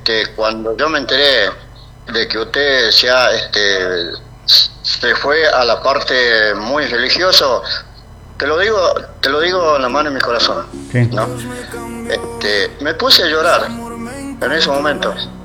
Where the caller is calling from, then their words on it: Embarcación, Salta, Argentina; ahora en este momento estoy acá en embarcación.